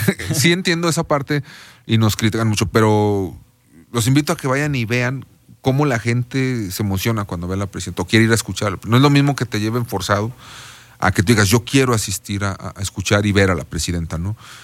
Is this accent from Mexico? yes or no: yes; Aguascalientes, Mexico; yo nací y crecí en La Purísima.